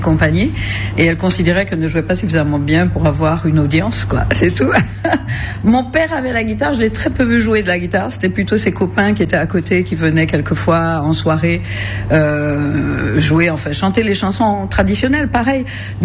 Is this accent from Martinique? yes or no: yes; Martinique; now in France; moi j'avais l'intention de ne vivre que chez moi, en Martinique